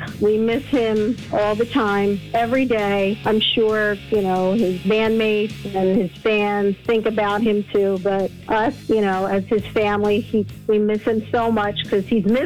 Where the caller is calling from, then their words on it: Ocean City, New Jersey, United States; I'm calling from Ocean City, New Jersey.